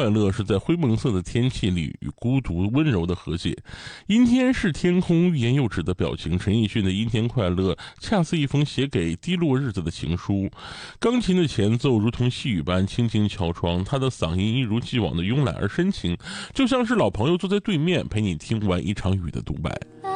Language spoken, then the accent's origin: Chinese; Dalian, Liaoning, China